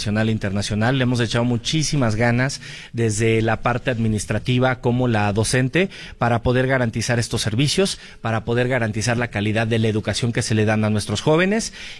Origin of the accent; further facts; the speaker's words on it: Puebla, Mexico; es importante que estemos como poblanos sumados en las mismas causas